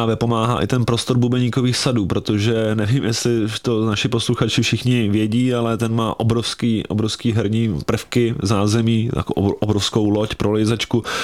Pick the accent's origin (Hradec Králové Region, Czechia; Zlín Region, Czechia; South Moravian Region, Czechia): Hradec Králové Region, Czechia; Hradec Králové; já jsem teda z Hradce Králové